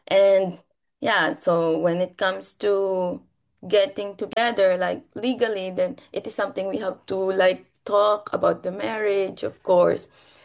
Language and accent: English; Philippines; first language Filipino; English is a second language; When I am child, I already learn easily my mother tongue, of course, because it's Filipino. I grow with the Filipino people, like Filipino family who speaks Filipino. And like at this moment, once I move in the Netherlands, I have to learn their language